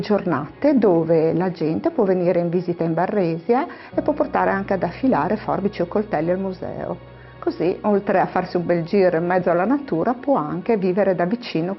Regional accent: Friuli-Venezia Giulia, Italy

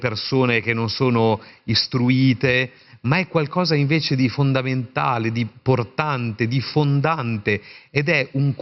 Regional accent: Parma, Emilia-Romagna, Italy; born there; Io sono nato a Parma e ad un certo punto, quando Angelo Giuseppe Roncalli non era ancora papa, è passato dalla mia città, era il 1955

